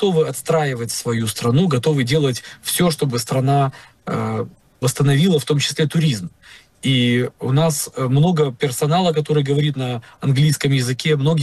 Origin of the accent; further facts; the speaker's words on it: Crimea, Ukraine; now in Kyiv, Ukraine; Моя семья живет в Киеве, мы сами из Крыма, и мы без моря жить не можем.